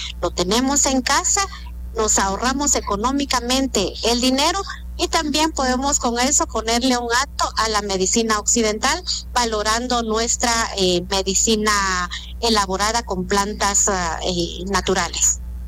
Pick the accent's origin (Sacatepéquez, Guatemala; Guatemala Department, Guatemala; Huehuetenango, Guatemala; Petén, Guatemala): Huehuetenango, Guatemala; especialmente de donde soy originaria, del área norte de Huehuetenango.